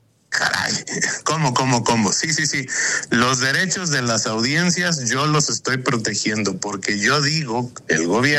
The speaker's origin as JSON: {"language": "Spanish", "country": "Mexico", "said": "con el ejercicio de las libertades de quienes somos simplemente mexicanas y mexicanos."}